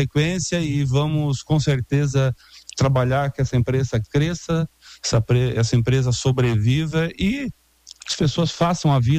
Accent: Treze de Maio, Santa Catarina, Brazil; moved away as an adult; now in Tubarão, Brazil; Eu sou do Morro das Pedras

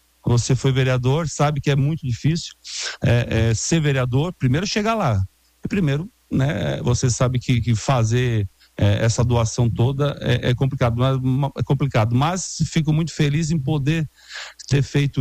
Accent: Treze de Maio, Santa Catarina, Brazil; moved away as an adult; now in Tubarão, Brazil; Eu sou do Morro das Pedras

